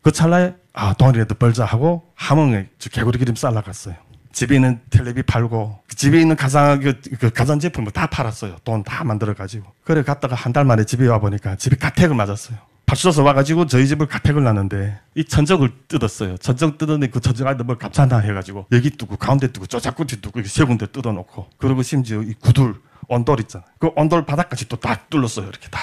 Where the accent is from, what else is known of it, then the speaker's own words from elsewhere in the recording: North Korea; moved away as an adult; now in South Korea; 그런 생지옥을 저는 직접 목격하면서 야 이거 북한에서 태어난 거 왜 이렇게 후회되고 내가 이 자리에서 이 태어나서 앞으로 살아가는 과정이가 너무나도 아름다운 거예요. 그래도 그런가 보다고 살았어요. 살다가 한국을 오게 된 계기가